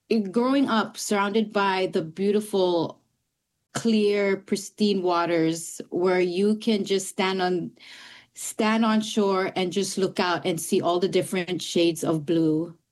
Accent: Micronesia; also born or lived in Pohnpei; a lot of my upbringing was, which was in Micronesia. I was born in Pohnpei, but growing up, I island hopped to different islands.

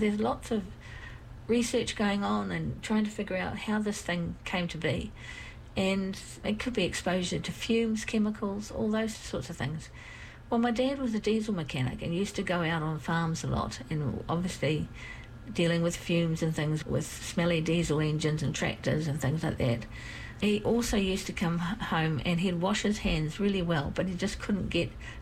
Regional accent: Rotorua, Bay of Plenty, New Zealand; I grew up in Rotorua, which is one of the smelliest places you could ever be, although you do just get used to it, and it's worse in some parts than others.

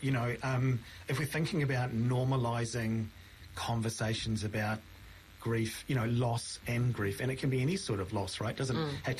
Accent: New Zealand; as a Kiwi

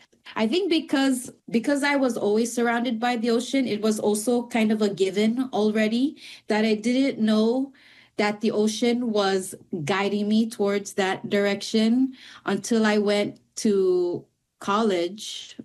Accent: Micronesia; also born or lived in Pohnpei; a lot of my upbringing was, which was in Micronesia. I was born in Pohnpei, but I, growing up, I island hopped to different islands.

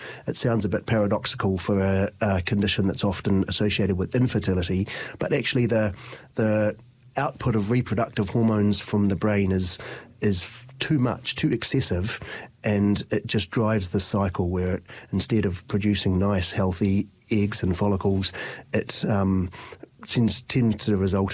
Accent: Christchurch, Canterbury, New Zealand; when I grew up in Christchurch

